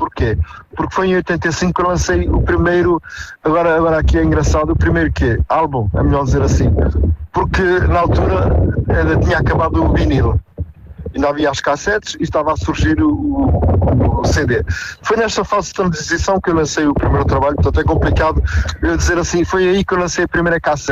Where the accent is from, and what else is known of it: São João da Pesqueira, Viseu, Portugal; born or raised there